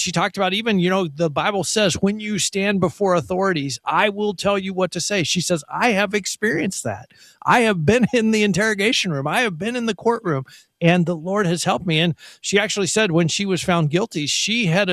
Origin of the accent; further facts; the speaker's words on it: United States; For us as American believers